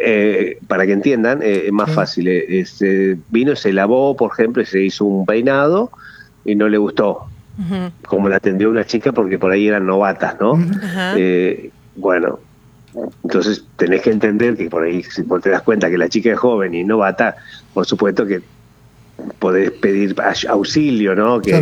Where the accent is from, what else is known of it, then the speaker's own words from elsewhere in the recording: Paraná, Entre Ríos, Argentina; Yo soy de acá de Paraná